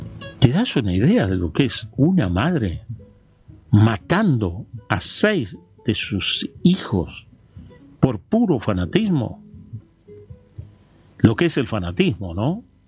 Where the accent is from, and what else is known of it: Argentina